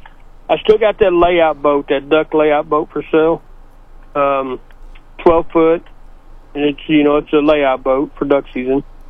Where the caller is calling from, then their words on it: Malta Bend, Missouri, United States; Malta phone